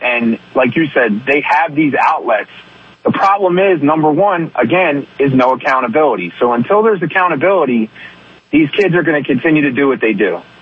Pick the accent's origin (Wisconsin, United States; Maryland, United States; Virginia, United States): Maryland, United States; Baltimore; I mean, to me, you know, I grew up in Baltimore City, and I know the issues at hand, and, you know, it's vast.